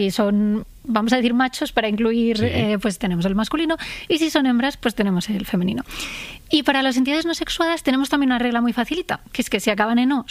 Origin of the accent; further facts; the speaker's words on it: Madrid, Community of Madrid, Spain; Yo soy más de Madrid que el lugar de Madrid.